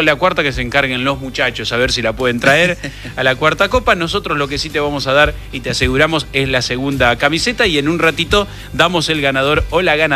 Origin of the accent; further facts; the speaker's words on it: Las Toscas, Santa Fe, Argentina; moved away; yo voy a ir a mi pueblo, a Las Toscas